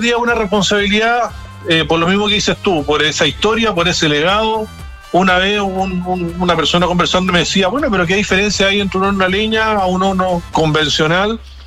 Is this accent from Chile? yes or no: yes; Chile